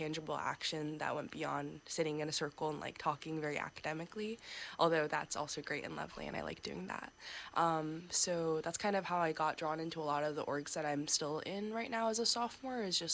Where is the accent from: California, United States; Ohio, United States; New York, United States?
New York, United States; born there; also born or lived in Pennsylvania; I was born in Pennsylvania. I lived there for 9 years, and then I moved to New York. So I went to high school in the city